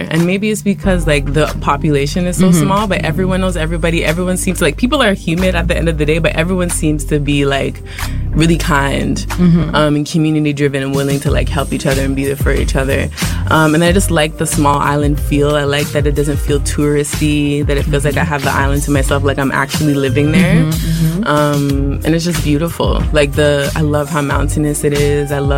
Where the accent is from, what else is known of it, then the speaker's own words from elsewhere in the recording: Toronto, Ontario, Canada; Yeah, I'm from Canada, Toronto, Canada. I was born in Scarborough.